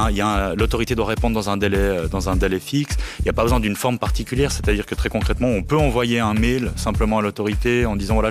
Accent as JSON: {"language": "French", "region": "French-speaking Switzerland", "country": "Switzerland", "said": "chez nous, en Suisse romande"}